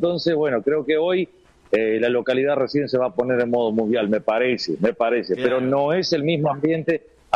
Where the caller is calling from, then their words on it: Uruguay; somos uruguayos, ¿no? Sí, somos uruguayos